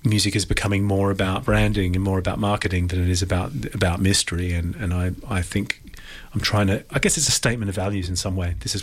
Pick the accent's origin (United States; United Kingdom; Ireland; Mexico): United Kingdom; Greenwich, London; Quite close to here, actually. I grew up in Greenwich.